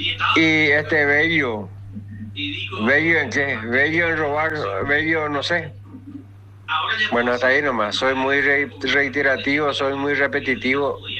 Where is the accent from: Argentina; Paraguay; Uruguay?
Paraguay; Asunción; born there; moved away; Aunque yo no soy de Asunción, nací en Asunción, pero me radiqué a otro lado.